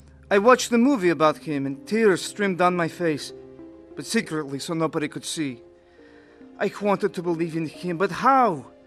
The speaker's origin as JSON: {"language": "English", "country": "Russia", "said": "In Russia, we were taught that God does not exist."}